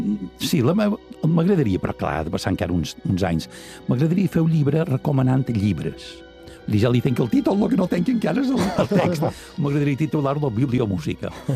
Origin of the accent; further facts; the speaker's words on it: Felanitx, Balearic Islands, Spain; Felanitx, que és el meu poble